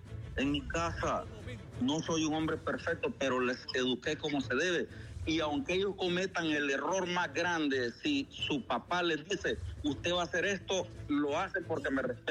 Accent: Honduras

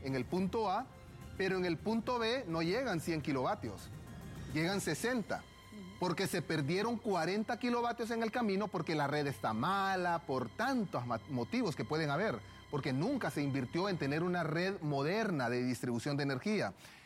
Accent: Honduras

